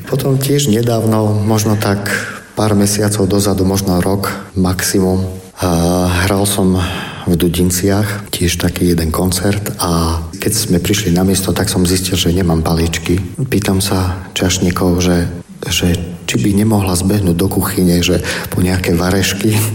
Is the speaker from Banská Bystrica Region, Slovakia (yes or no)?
yes; Lučenec, Banská Bystrica Region, Slovakia; moved away as an adult; Aj keď teda pochádzam z Lučenca, kde maďarčinu môžete počuť, alebo ste mohli počuť bežne hocikde, tak ja som po maďarsky nevedel ani slovo zaťať.